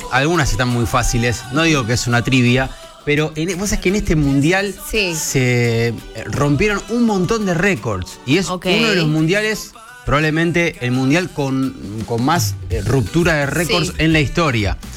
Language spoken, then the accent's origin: Spanish; Buenos Aires, Argentina; Pablo y yo somos de Caballito